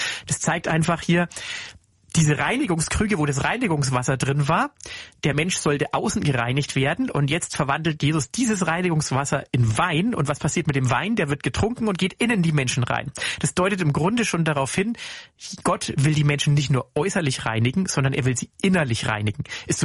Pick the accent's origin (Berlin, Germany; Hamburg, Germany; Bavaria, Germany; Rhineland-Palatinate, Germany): Bavaria, Germany; Hof; Nur Hof an der Saale, wo ich groß geworden bin, da gibt's das leider nicht im Krankenhaus, da gibt's keine Neurochirurgie, ist halt ein kleineres Provinzkrankenhaus.